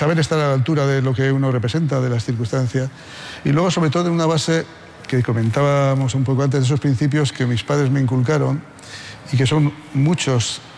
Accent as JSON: {"language": "Spanish", "town": "Haro", "region": "La Rioja", "country": "Spain", "tie": "born or raised there", "said": "yo en mi pueblo, en Aro, en La Rioja, era del Athletic Club de Bilbao, como aficionado."}